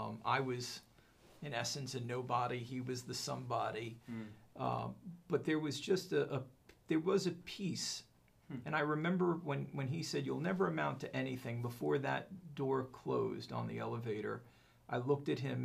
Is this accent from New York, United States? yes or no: yes; New York, United States; As I was growing up in New York, I grew up in a pretty rough neighborhood.